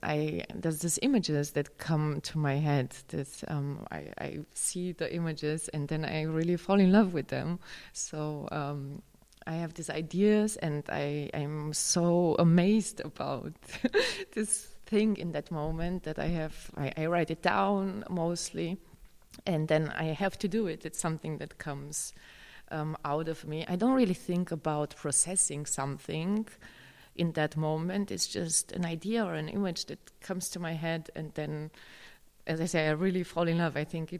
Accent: Romania; English is a second language; In case of the film, of course, I'm born in Romania. I grew up also a part of my life. I grew up in Romania, so I grew up with a lot of the ideas of how I am

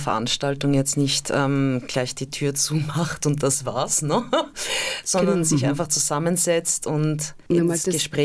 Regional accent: Vienna, Austria; Also die Vereinsadresse haben wir in Floridsdorf. Wir sind ja auch aus Floridsdorf.

